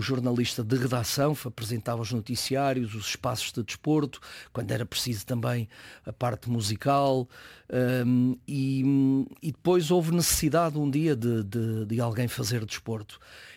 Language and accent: Portuguese; Peso da Régua, Norte, Portugal; moved away as an adult; now in Vila Nova de Gaia, Portugal; eu praticamente nunca tinha saído da minha cidade natal, Peso da Régua, vir aqui para o Porto